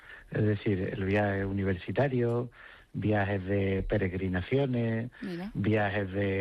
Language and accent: Spanish; Seville, Andalusia, Spain; now in Las Rozas, Spain; Yo sí, yo soy de Sevilla, pero vivo aquí en Madrid, en Las Rozas.